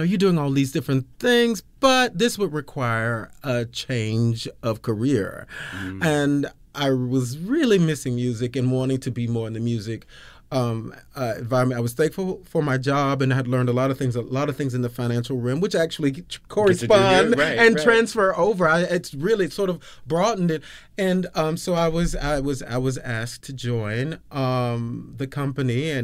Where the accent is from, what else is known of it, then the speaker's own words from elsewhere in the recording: Georgia, United States; So I'm from Georgia. I had always been a musician.